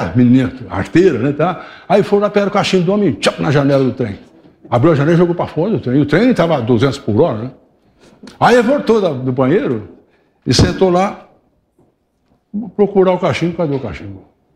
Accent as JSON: {"language": "Portuguese", "town": "São Joaquim da Barra", "region": "São Paulo", "country": "Brazil", "tie": "born or raised there", "said": "o trem chegou em São Joaquim da Barra, que é a minha terra. O trem parou lá, que era Mogiana, vinha de Uberlândia. Parou o trem lá e a minha terra era a terra da banana, considerava a terra da banana."}